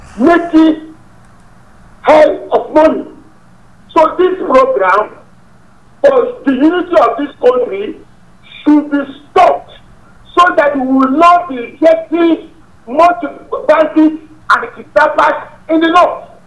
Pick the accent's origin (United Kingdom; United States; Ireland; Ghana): Ghana; from Ghana.